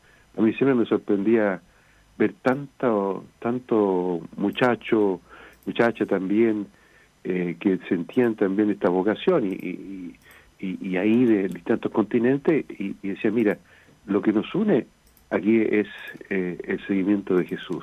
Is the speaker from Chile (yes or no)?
yes; Chile; now in Chiloé, Chile; toda la cultura chilota es una riqueza como chileno, ser parte también de esta historia de acá, de Chiloé.